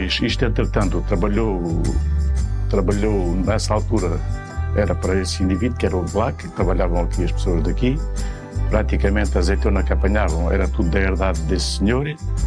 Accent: Ervidel, Alentejo, Portugal; sou natural de Ervidel, sempre tenho vivido em Ervidel e tenho 69 anos.

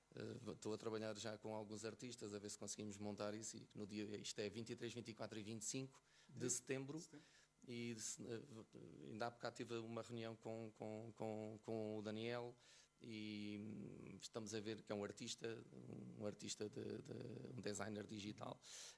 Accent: Fundão, Centro, Portugal; born there; eu sou do Fundão.

